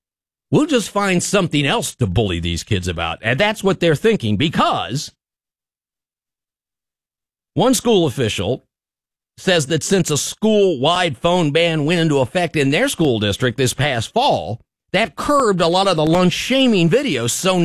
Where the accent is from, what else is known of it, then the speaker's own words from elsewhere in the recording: Fairfield, Ohio, United States; Read about a kid in my hometown of Fairfield, Ohio, that has not eaten lunch in the cafeteria.